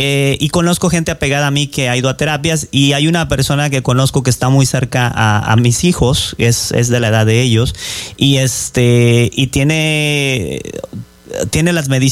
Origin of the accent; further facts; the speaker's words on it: Colima, Mexico; now in Tri-Cities, Washington, United States; yo soy de Colima, México